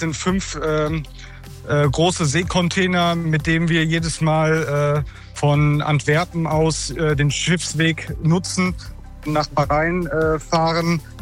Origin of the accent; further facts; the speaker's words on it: Dortmund, North Rhine-Westphalia, Germany; Wir kommen aus Dortmund und haben uns dann für den Phoenixsee entschieden.